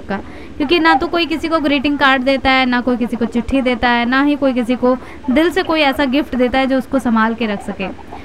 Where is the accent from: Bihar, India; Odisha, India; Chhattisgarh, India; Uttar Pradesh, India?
Uttar Pradesh, India; Mankapur; मैं भी मनकापुर से हूँ।